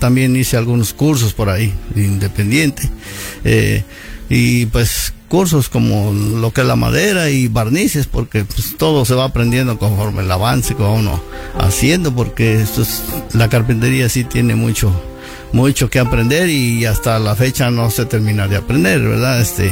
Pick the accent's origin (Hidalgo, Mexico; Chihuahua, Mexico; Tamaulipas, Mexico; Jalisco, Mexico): Hidalgo, Mexico; San Bartolo Tututepec; also born or lived in Tierra Fuerte, Hidalgo; yo soy originario de Tierra Fuerte y el paraíso Tierra Fuerte, de una forma que Hidalgo también. Ya aquí llegué de 3 añitos aquí a la colonia Los Reyes